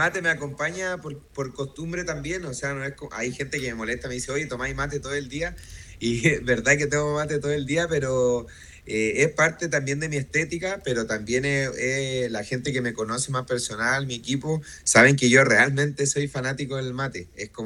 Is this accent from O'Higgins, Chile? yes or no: no; Villa O'Higgins, Aysén, Chile; Yo soy de Villa O'Higgins, que queda en el fin de la carretera Austral.